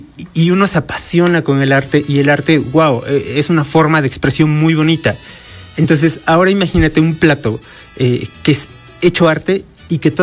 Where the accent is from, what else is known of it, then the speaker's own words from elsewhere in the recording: Puebla, Mexico; si nosotros viajamos a otro estado como poblanos, pues tenemos un paladar un poquito más exigente, creo yo, porque pues a final del día, y lo he visto a lo largo de mi carrera, siempre comparamos la cocina de casa, la cocina de donde venimos